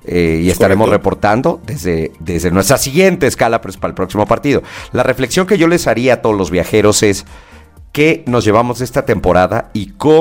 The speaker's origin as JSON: {"language": "Spanish", "country": "Mexico", "said": "ponemos los viajes en nuestro país como mexicanos en otro momento de las temporadas"}